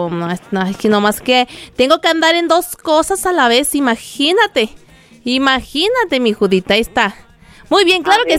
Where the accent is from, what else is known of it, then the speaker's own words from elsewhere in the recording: Mexico; Pero bueno, no importa, no importa, porque nos unimos como nación, como mexicanos.